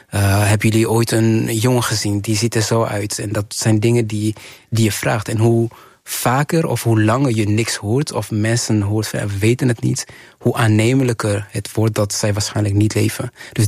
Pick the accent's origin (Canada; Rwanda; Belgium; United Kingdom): Rwanda; Dutch is a second language; now in Netherlands; Mijn nationaliteit verandert en ik ben Nederlander op papier. Maar mijn naam, mijn Rwandese naam, mijn geboorteplaats, mijn paspoort zegt precies waar ik vandaan kom.